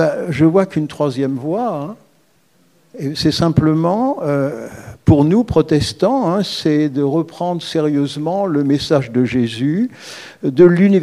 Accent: France; je suis français

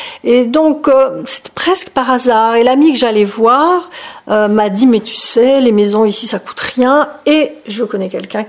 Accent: Marseille, Provence-Alpes-Côte d'Azur, France; moved away; also born or lived in Paris / Cotentin; Moi, j'ai grandi à Marseille. À Marseille, il y a de la garrigue, des montagnes calcaires blanches comme des eaux, et puis la mer brutale, bleue, intense.

